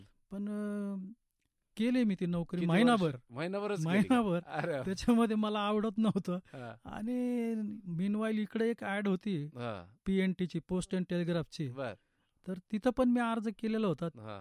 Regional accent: Ahmednagar district, Maharashtra, India; माझा जिल्हा नगरचा आहे

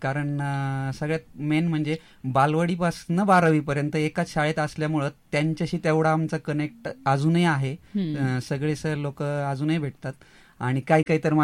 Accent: Ahmednagar, Maharashtra, India; also born or lived in Rahuri; हो, मी मूळचा नगरचा. तसं माझं गाव आहे श्रीरामपूर तालुक्यातलं बेलापूर. नेटिव्ह ते आहे, परंतु माझं शिक्षण झालंय राऊरी कृषी विद्यापीठामध्ये, म्हणजे शालेय शिक्षण.

